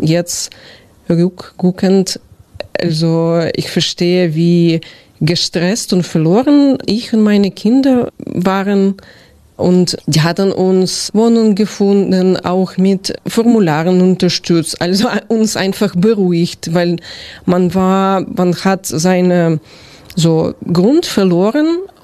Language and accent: German; Kyiv, Ukraine; German is a second language; now in Zeitz, Germany; weil ich komme aus Großstadt, aus dem Hauptstadt Kiew, aber ich bin trotzdem gewöhnt zu diesen kurzen Wege